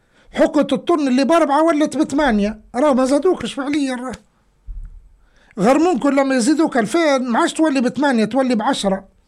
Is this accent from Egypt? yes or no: no; Libya; هو ليبي واني ليبي اعطيني زيه